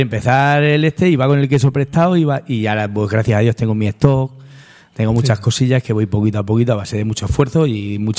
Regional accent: Torrenueva, Castilla-La Mancha, Spain; Yo soy un apasionado de mi tierra, de La Mancha, sí. de Ciudad Real y de mi, vamos, de donde vivo, dicen, de mi pueblo. Yo no hay cosa que más pueda querer que mi pueblo

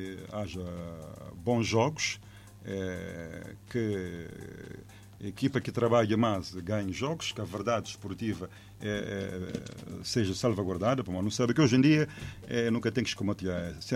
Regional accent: Cape Verde; nós tudo como cabo-verdiano

